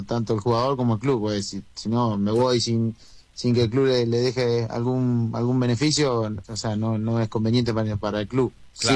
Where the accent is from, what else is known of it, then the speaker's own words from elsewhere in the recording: Argentina; moved away as an adult; el ser argentino